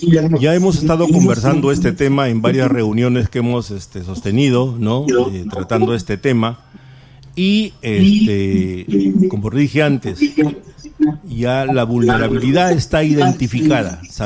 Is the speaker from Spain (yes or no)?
no; Lambayeque, Peru; moved away as an adult; yo regreso a mi tierra, yo soy lambayecano neto, pero he estado casi 30 años recorriendo todo el Perú y creo que ya es hora de llegar a mi tierra